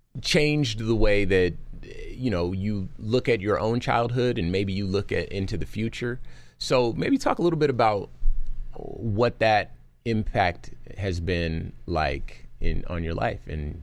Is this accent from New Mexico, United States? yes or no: no; Compton, California, United States; So I'm from Compton, California, right?